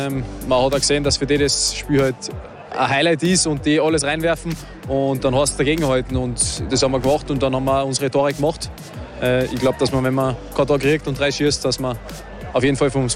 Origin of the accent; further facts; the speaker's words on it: Salzburg, Austria; mich freut es, dass wir die erste Runde an Salzburger gehabt haben, weil das schon meine Heimat ist und fühle mich da schon wohl.